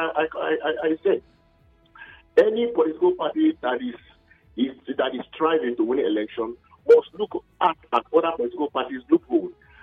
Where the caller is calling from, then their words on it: Madrid, Community of Madrid, Spain; I'm calling from Madrid.